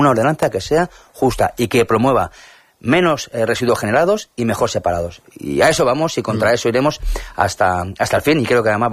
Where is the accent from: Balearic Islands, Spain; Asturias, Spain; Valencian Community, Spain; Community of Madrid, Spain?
Community of Madrid, Spain; Torrejón de Ardoz; Yo soy de Torrejón de toda la vida